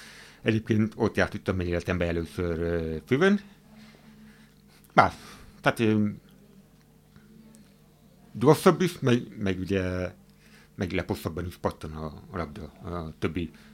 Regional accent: Debrecen, Hajdú-Bihar, Hungary; now in Budapest, Hungary; debreceni vagyok

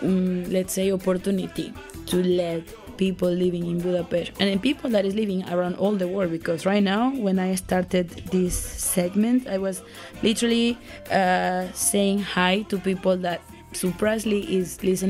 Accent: Maracaibo, Zulia, Venezuela; English is a second language; moved away as an adult; also born or lived in Peru; I'm from Maracaibo, Venezuela. I'm a journalist, I'm a chef

